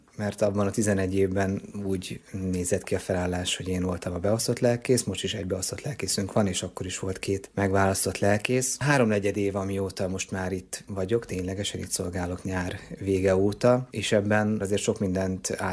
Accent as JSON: {"language": "Hungarian", "town": "Debrecen", "region": "Hajdú-Bihar", "country": "Hungary", "tie": "born or raised there", "said": "én itt a Nagyerdei gyülekezetben születtem, itt kereszteltek engem, itt voltam if is."}